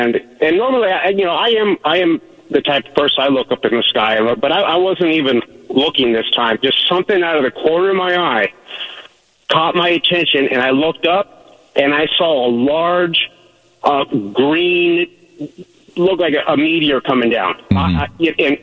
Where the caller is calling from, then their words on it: Salem, Oregon, United States; I'm in Salem, Oregon